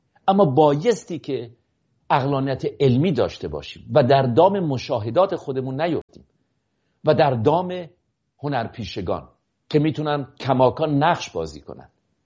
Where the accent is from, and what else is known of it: Iran